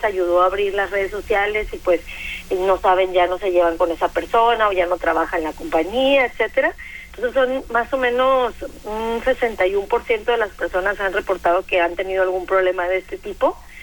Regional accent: Mexico; porque siento que a veces como mexicanos somos un poco necios, un poco tercos.

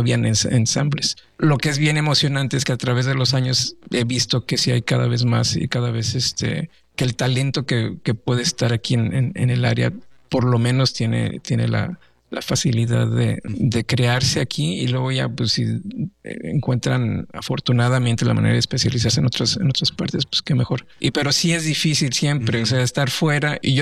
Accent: Monterrey, Nuevo León, Mexico; moved away as an adult; also born or lived in Mexico City / Texas / Indiana / New York; now in Los Angeles, United States; estamos en Monterrey, crecimos en Monterrey. Monterrey no era tierra fértil y tenemos una gran ciudad hoy en día. Estamos en medio del desierto prácticamente.

